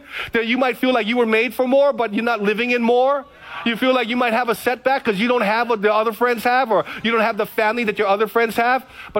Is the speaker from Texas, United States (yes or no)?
no; Hawaii, United States; now in Kaneohe, United States; I'm from the Big Island, FBI. Kaneohe, I'm in Kaneohe. I get plenty of rain.